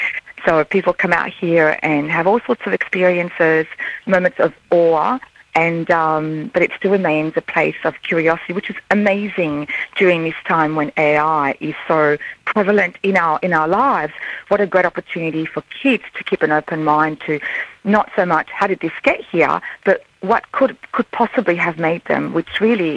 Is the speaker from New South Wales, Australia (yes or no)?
no; Melbourne, Victoria, Australia; moved away as an adult; So we're from Melbourne originally. We've been here for 3 years